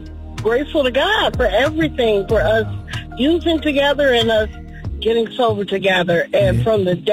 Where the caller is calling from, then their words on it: Cleveland, Ohio, United States; I'm calling from Cleveland, Ohio.